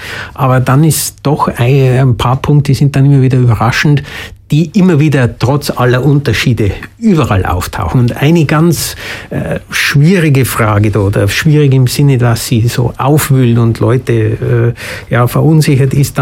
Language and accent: German; Germany; now in South Tyrol, Italy; als Ausländer, als Deutscher.